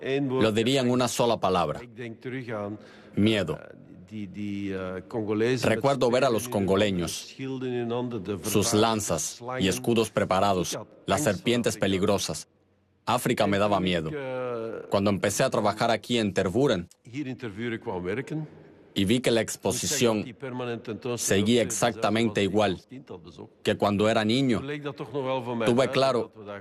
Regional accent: Alsemberg, Flanders, Belgium; Venía aquí de niño. Me crié en Alsenberg, un pueblo a 20 kilómetros de aquí.

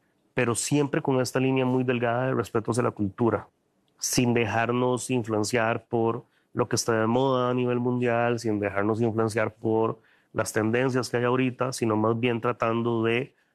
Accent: Costa Rica; en mi cabeza ni como cocinero ni como costarricense que existían.

